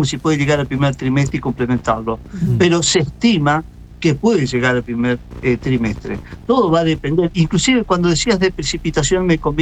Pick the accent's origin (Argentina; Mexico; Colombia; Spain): Argentina; Goya, Corrientes; moved away as an adult; now in La Plata, Argentina; Yo nací en Goya. Yo crecí hasta, hice la secundaria en Goya. Y después me vine a estudiar a La Plata.